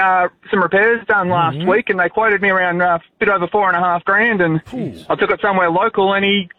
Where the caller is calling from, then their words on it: Numurkah, Victoria, Australia; From Numurkah, country of Victoria.